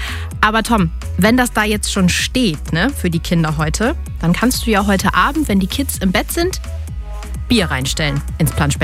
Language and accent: German; Lower Saxony, Germany; Ich komme ja auch aus dem Ammerland und ich war da schon ein paar Mal.